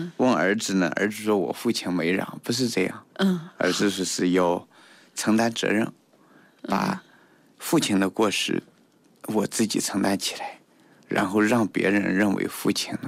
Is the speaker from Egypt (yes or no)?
no; China; 我们中国人